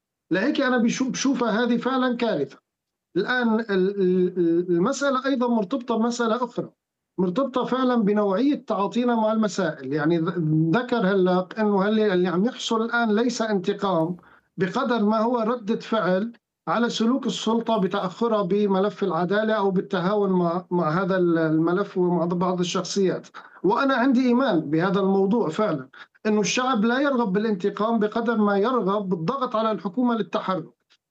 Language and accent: Arabic; Syria; نحن كشعب سوري